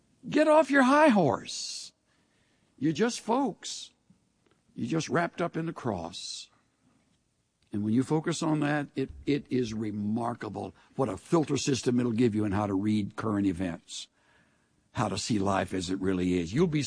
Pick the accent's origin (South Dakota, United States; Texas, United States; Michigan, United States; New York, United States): Texas, United States; El Campo; Me, I'm from the great metropolis of El Campo. Woo! Great White Way. Right down the road from Rosenberg, Bay City, Wharton.